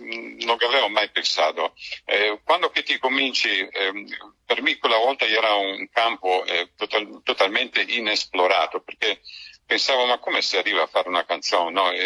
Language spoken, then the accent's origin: Italian; Gallesano, Istria County, Croatia; accent: Istriot of Gallesano; first language Istriot; Italian is a second language; L'istrioto calestanese, per dire, la mia lingua madre, parlo ogni giorno in galestanese.